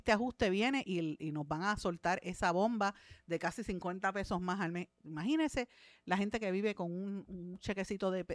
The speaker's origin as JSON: {"language": "Spanish", "town": "Guaynabo", "country": "Puerto Rico", "tie": "born or raised there", "said": "Escuela Elemental Ramón Marín Solá de mi pueblo de Guaynabo"}